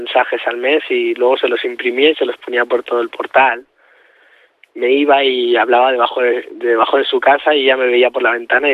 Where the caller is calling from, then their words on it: Spain; Tengo 21 años. Y bueno, mi pareja tiene la misma edad. Mi pareja es de Perú. Yo soy de aquí, de España.